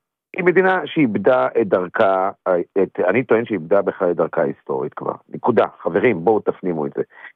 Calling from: Central Israel, Israel; אני מהמרכז

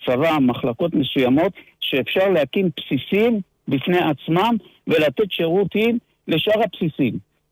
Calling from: Tel Aviv-Yafo, Tel Aviv District, Israel; אני מיפו.

